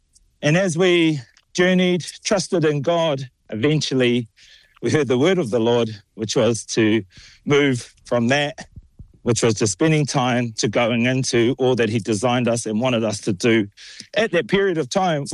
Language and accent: English; Auckland, New Zealand; Growing up in Auckland City, you're more susceptible to the city life and the hustle and bustle, the dark alleyways, the streets.